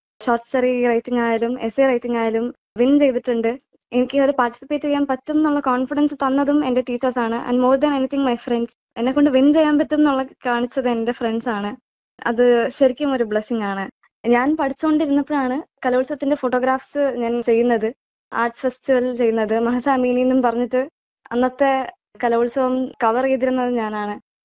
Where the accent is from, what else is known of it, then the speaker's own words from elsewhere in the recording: Nagercoil, Tamil Nadu, India; moved away as an adult; Nagercoil സ്വദേശിനിയാണ്